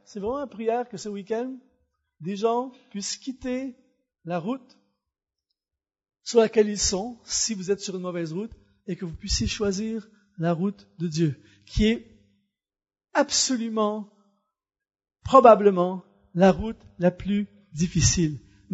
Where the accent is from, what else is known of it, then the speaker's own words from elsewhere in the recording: Canada; chez nous au Canada